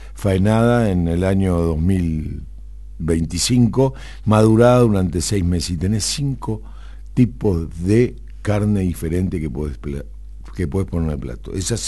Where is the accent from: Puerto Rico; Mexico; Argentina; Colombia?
Argentina